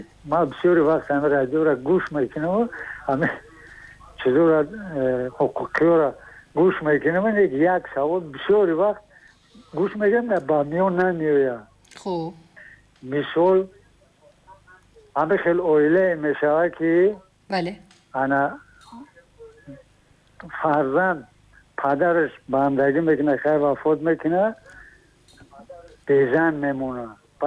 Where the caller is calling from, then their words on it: Districts of Republican Subordination, Tajikistan; ман аз ноҳияи Шаҳринав.